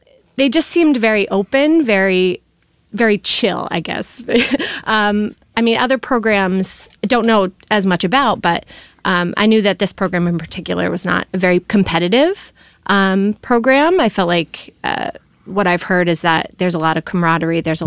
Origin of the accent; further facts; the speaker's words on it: West Hartford, Connecticut, United States; I am from West Hartford, Connecticut, smack dab in the middle.